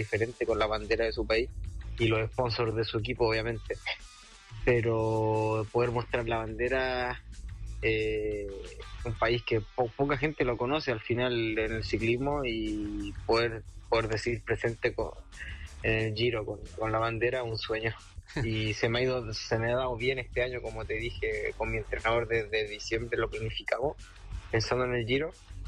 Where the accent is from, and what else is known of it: El Quisco, Valparaíso, Chile